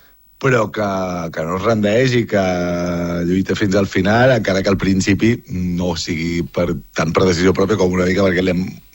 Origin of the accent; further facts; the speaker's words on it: Barcelona, Catalonia, Spain; jo soc de Barcelona